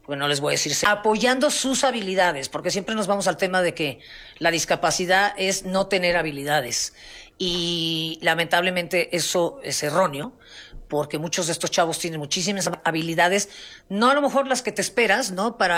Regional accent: Mexico City, Mexico; soy chilanga, pero bueno, traigo lo caribeño por dentro.

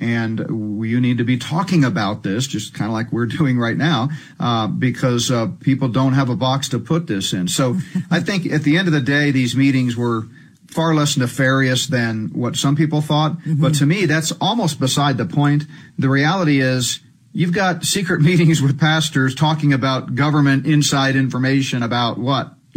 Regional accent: Colorado, United States; A congresswoman from my home state, Colorado, said on a podcast back in May

